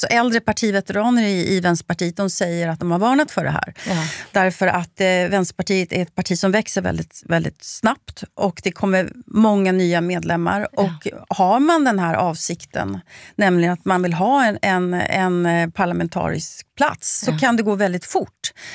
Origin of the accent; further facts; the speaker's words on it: Sweden; Som svensk så skäms jag ju särskilt för detta politiskt icke-korrekta.